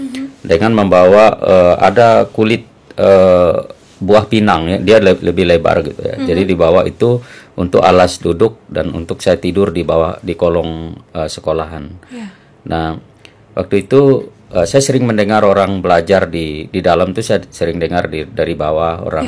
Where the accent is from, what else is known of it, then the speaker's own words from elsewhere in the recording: Kalimantan, Indonesia; saya lahir dari keluarga yang sangat miskin di pedalaman Kalimantan.